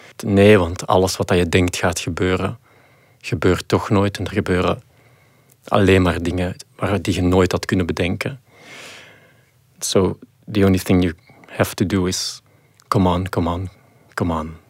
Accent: Mechelen, Flanders, Belgium; Ik ben van Mechelen en al de scouts in Mechelen spreken elkaar ook echt aan met die totems.

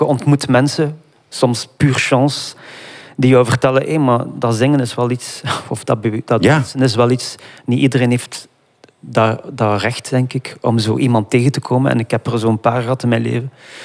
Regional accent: Iraq; Ik voelde mij daar als Irakees zijnde heel veilig.

